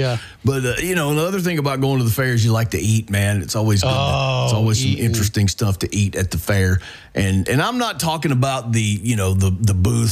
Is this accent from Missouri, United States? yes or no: no; So-So, Mississippi, United States; I grew up in So-So, Mississippi. There was not a lot going on. And the fair came once a year.